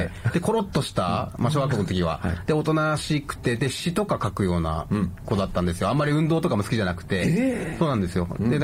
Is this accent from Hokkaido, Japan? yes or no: yes; Sapporo, Hokkaido, Japan; 札幌出身です。